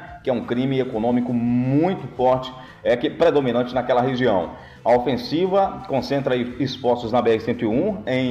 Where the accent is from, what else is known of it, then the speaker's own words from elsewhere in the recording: Camamu, Bahia, Brazil; Minha querida Valença, na costa do Dendê, e a minha querida Camamu, de onde eu sou oriundo.